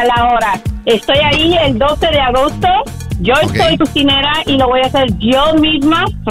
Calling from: Sicily, Italy; Spanish is a second language; soy italiana

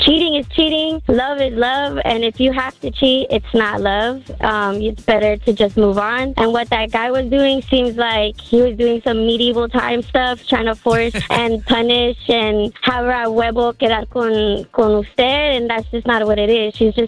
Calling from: California, United States; calling from Orange County.

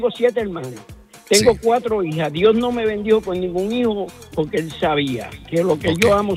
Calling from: New York City, New York, United States; Yo de Brooklyn. De la mejor del mundo.

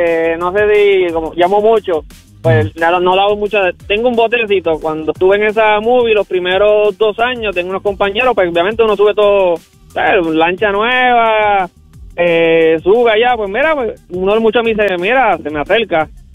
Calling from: Carolina, Puerto Rico; si no eres del área, como yo, que soy de acá de Carolina

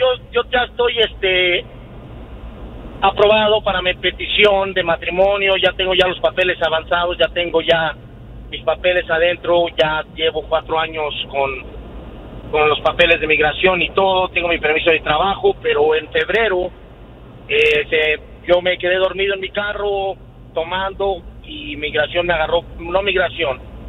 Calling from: Perth Amboy, New Jersey, United States; En New Jersey, yo vivo en Perth Amboy

